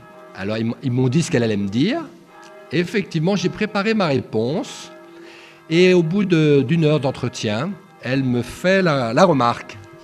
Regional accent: France; Comme la plupart d'entre vous, je suis français pour la plupart, pas tous.

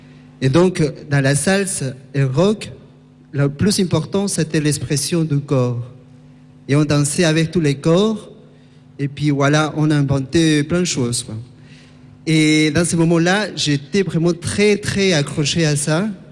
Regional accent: Peru; je viens du Pérou, j'ai 30 ans.

